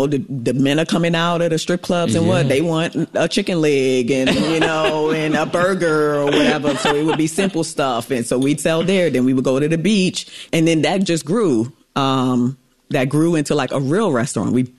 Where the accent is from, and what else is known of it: Saint Thomas, U.S. Virgin Islands